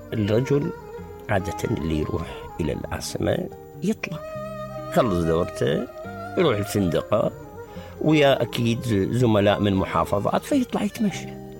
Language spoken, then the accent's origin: Arabic; Iraq; بلادنا العراق